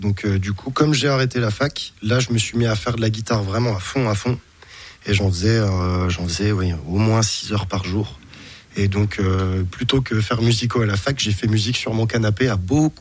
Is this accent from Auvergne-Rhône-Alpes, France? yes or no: no; Bonnevent-Velloreille, Bourgogne-Franche-Comté, France; now in Besançon, France; Je viens de la campagne, pas très loin de Besançon. J'ai grandi à Bonnevent-Velloreille, une petite bourgade du 70 qui était très sympa, mais j'avais aucune connexion avec Bezac jusqu'à mes 18-20 ans. Voilà, j'ai vraiment grandi à la campagne.